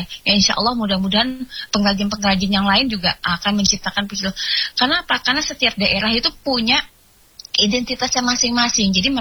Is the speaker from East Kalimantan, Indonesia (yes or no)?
yes; East Kalimantan, Indonesia; also born or lived in Java; saya sendiri adalah asli orang Kutai. Saya orang Kutai yang belajar batik di Jawa.